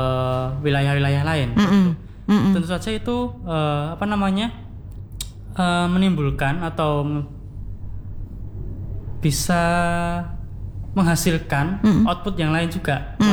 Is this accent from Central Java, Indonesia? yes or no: yes; Wonogiri, Central Java, Indonesia; Asli saya Wonogiri.